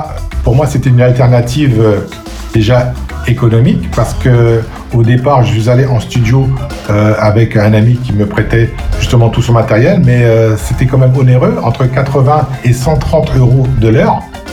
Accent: Guadeloupe; en tant que Guadeloupéen

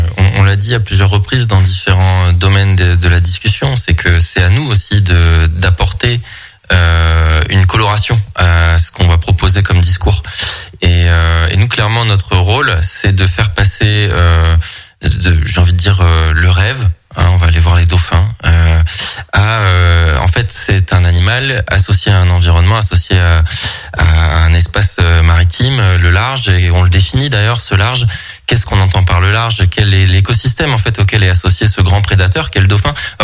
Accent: France; On n'imagine pas que chez nous, en France, on peut aller voir des baleines, des cachalots, des cétacés en général, des tortues marines.

